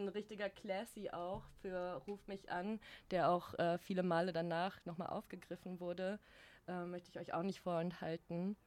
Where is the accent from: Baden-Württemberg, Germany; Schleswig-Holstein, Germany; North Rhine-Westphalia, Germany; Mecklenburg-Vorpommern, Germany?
Mecklenburg-Vorpommern, Germany; Neubrandenburg; also in der Stadt, wo ich aufgewachsen bin, in Neubrandenburg, NB Represent